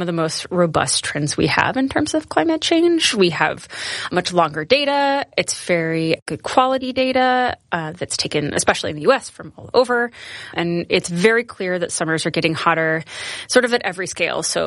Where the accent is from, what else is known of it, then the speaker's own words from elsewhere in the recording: Atlanta, Georgia, United States; moved away as an adult; now in New York, United States; I grew up in Atlanta and moved to New York 15 or so years ago.